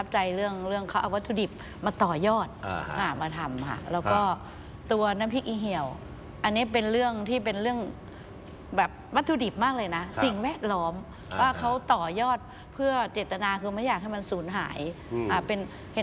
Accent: Isan, Thailand; เราเป็นคนอีสาน

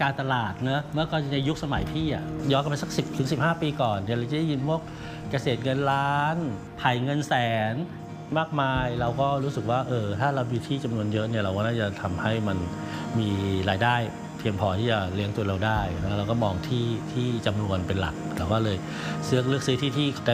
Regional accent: Bangkok, Thailand; moved away as an adult; now in Chiang Mai, Thailand; เป็นคนกรุงเทพธรรมดาคนหนึ่ง

